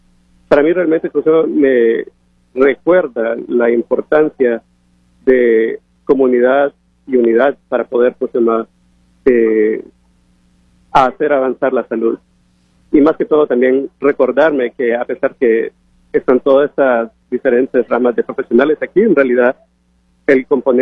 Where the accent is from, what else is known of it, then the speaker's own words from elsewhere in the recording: Honduras; Como profesional hondureño, yo sé que las dificultades que tal vez como país atravesamos en términos de estructura, de financiamiento en materia de salud